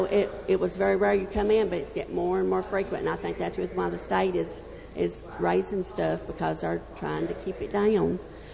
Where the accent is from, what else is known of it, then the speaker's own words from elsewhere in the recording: United States; They have passed away, but that's who my parents was. And I was born and raised here in Macon County.